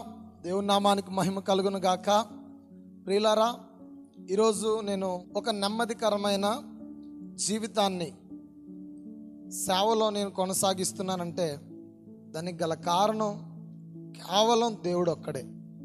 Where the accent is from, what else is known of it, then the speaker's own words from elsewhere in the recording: Bhogapuram, Andhra Pradesh, India; సౌర్విల్లో భోగాపురం మండలం, విజయనగరం జిల్లా మా సొంత గ్రామం. నేను అక్కడనే దేవుడి కృపచేత పరిచర్య చేస్తున్నాను.